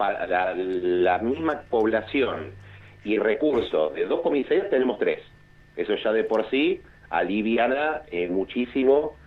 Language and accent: Spanish; Bernal, Buenos Aires Province, Argentina; yo soy nacido y criado en el Triángulo de Bernal.